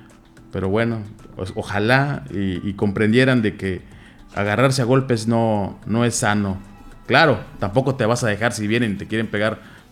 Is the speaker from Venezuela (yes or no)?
no; Mexico; Mi colonia es La Jardines. Muchos saben que vivo en La Jardines. Ahí crecí literalmente en La Jardines y en la López Mateos.